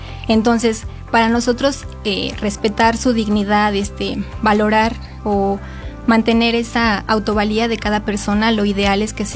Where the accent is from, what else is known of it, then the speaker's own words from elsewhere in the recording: Zimapán, Hidalgo, Mexico; yo soy originaria del municipio de Simapán, de la localidad de Lázaro Cárdenas Remedios.